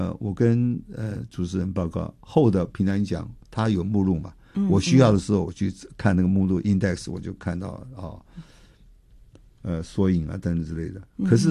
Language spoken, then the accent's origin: Chinese; China; 我看到很多跟我们中国人的想法都很接近啊。